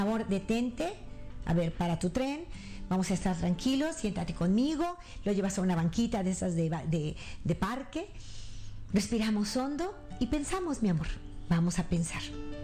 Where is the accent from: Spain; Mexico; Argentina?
Mexico; de una señora en Monterrey, en mi país, al norte de mi país